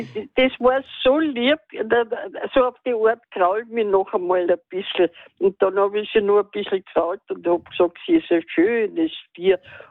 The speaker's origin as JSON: {"language": "German", "region": "Carinthia", "country": "Austria", "said": "Grüß Gott, die Runde. Grüß Gott. Also bin ich Kärntnerin."}